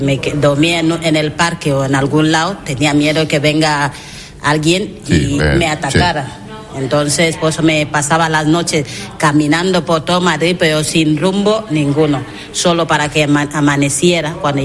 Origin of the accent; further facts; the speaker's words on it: Equatorial Guinea; Como toda Guinea, ¿sabes? En mi país somos católicos. Y nosotros creemos en Dios.